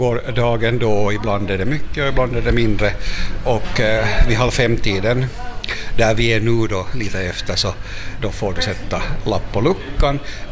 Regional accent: Vaasa, Ostrobothnia, Finland; Jag som vasabo har en liten uppfattning om att det här är en bortgömd pärla.

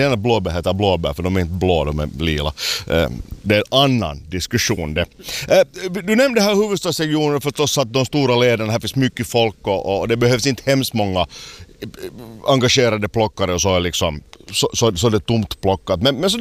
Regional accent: Espoo, Uusimaa, Finland; Jag kommer själv från Ladusved, alltså där i sydvästra Esbo.

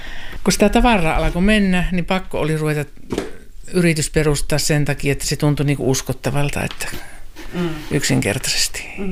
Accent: Sotkamo, Kainuu, Finland; also born or lived in Kajaani; Ja minun juuret alkoi syvästi Sotkamossa ja Sotkamon jymyissä, mutta aikuiselämä asunut Kajaanissa.

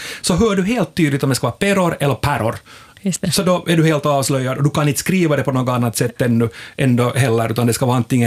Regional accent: Korsholm, Ostrobothnia, Finland; Jag är från Korsholm, ja.

